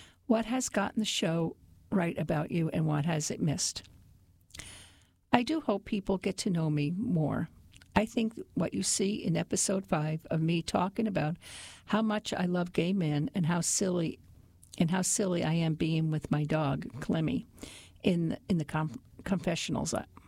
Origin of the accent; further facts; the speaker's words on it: Massachusetts, United States; now in Rhode Island, United States; I grew up in Massachusetts, right near the Rhode Island border